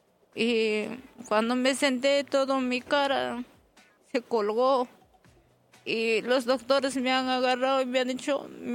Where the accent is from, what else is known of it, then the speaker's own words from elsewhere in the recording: Amantaní Island, Puno, Peru; Soy de la isla de Amantané. Soy de Puno.